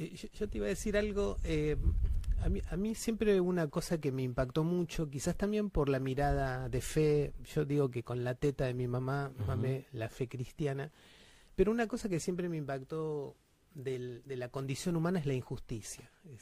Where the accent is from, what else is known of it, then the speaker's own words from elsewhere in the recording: Buenos Aires, Argentina; now in Berazategui, Argentina; Soy porteño, oriundo, nací en el sanatorio Otamendi, más exactamente. Ah, mi mamá era docente, ahí nos estuvo por la obra social docente. Nos parió ahí, en el sanatorio Otamendi. Y viví en Pedro